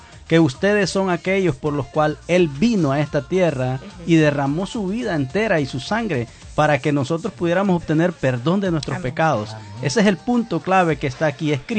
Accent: Las Vegas, Santa Bárbara, Honduras; De Santa Bárbara y un pueblo que se llama Las Vegas. No Las Vegas, Nevada, Las Vegas el Mochito.

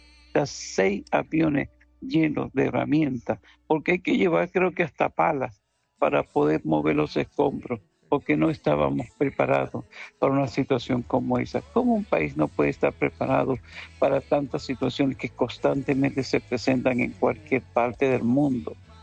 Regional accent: Venezuela; Somos venezolanos

